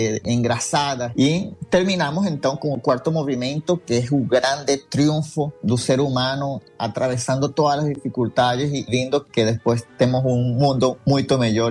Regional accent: Venezuela; Portuguese is a second language; moved away as an adult; now in Brazil; Eu sou venezuelano, que estou morando aqui no Brasil desde 2018.

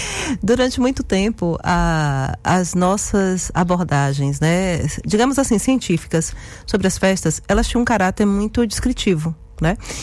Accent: Bahia, Brazil; eu sou do interior da Bahia, né?

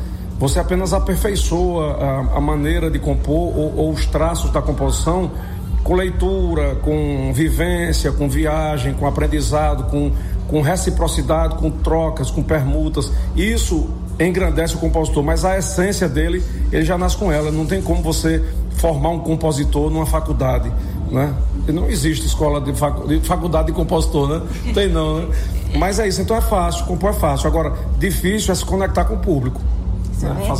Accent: Pernambuco, Brazil; lá na minha região, no Pernambuco, eu sou do Pernambuco

